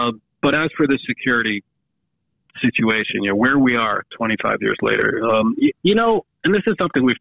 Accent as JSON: {"language": "English", "town": "Boston", "region": "Massachusetts", "country": "United States", "tie": "born or raised there", "said": "my hometown airport, Boston Logan"}